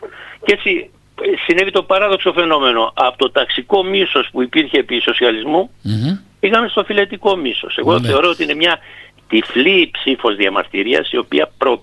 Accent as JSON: {"language": "Greek", "area": "Chios", "region": "North Aegean", "country": "Greece", "said": "στην πατρίδα μου, στη Χίο"}